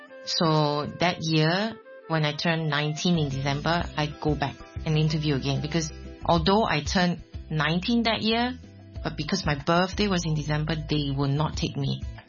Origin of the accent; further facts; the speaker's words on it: Malaysia; moved away as an adult; now in Hong Kong; I'm a Malaysian who has been living in Hong Kong nearly 40 years.